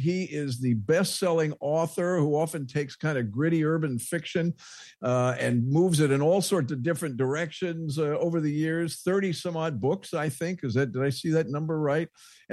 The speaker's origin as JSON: {"language": "English", "town": "Philadelphia", "region": "Pennsylvania", "country": "United States", "tie": "born or raised there", "said": "growing up in West Philly, and frankly, growing up in any, and Lou grew up in West Philly, you had little choice but to grow up a Philadelphia a sports fan."}